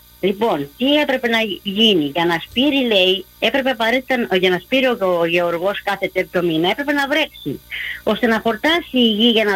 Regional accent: Central Greece, Greece; Κατήχηση στο χωριό μου.

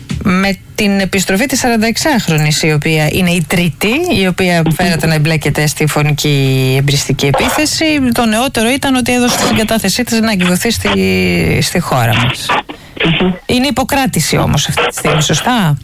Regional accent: Lamia, Central Greece, Greece; Η πόλη μου, η Λαμία, πρωταγωνιστεί τις τελευταίες ημέρες για τους λάθος λόγους.

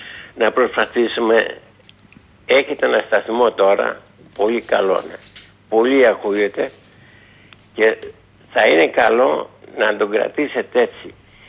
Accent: Pyrgos, Western Greece, Greece; moved away as an adult; also born or lived in Zacharo; now in Athens, Greece; εγώ έμενα χρόνια στον πύργο, μεγάλωσα στον πύργο. Δηλαδή, το χωριό μου είναι Λαστέικα, πύργο Ηλίας. Είναι μέσα στον πύργο

